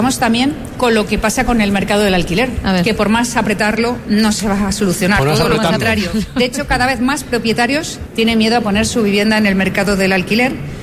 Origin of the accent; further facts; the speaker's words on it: Community of Madrid, Spain; como cualquier madrileño, he buscado por internet.